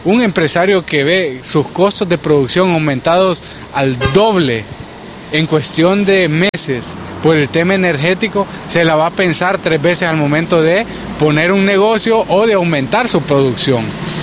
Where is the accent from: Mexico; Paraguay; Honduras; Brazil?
Honduras